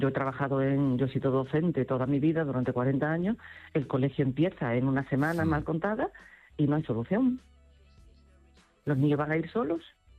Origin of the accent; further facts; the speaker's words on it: Ceuta, Spain; born there; now in Caldas de Reis, Spain; porque yo nací allí, pero que quede claro que mis padres fueron emigrantes gallegos allí y yo sigo siendo gallega, ¿vale? Por parte de padre y de madre. Y tengo aquí mi casa, que es donde estoy ahora, en Caldas de Rey